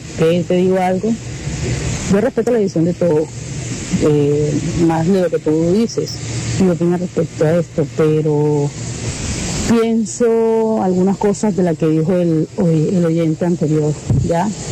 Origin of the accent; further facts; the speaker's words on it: Canada; Buenas noches, Tropicana. … soy de Canadá.